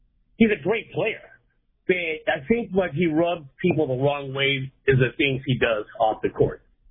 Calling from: Los Angeles, California, United States; since I live in L.A.

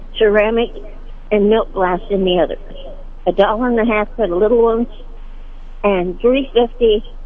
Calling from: Sedalia, Missouri, United States; I'm calling from Shadaya.

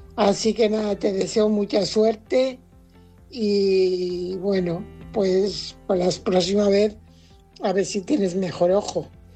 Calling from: Fuenlabrada, Community of Madrid, Spain; Hola, Álvaro, buenas noches. … corresponsal de Fuenlabrada.

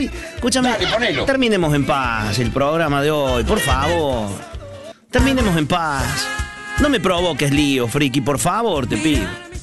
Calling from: Los Cedros, Córdoba, Argentina; de Los Cedros, Córdoba. Estoy viviendo en Las Vegas.

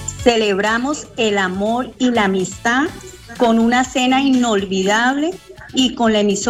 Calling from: Colombia; Vivo en Torcoroma.

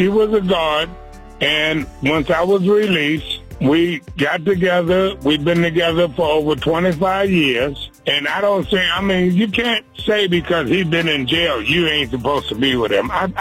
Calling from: Alexandria, Virginia, United States; I'm from Alexandria, Virginia.

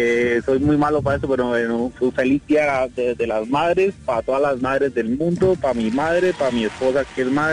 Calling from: Bogotá, Bogotá Capital District, Colombia; De aquí de Suba

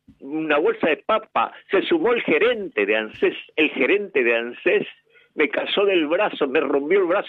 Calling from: Virrey del Pino, Buenos Aires Province, Argentina; Virrey del Pino, González Catán, kilómetro 43

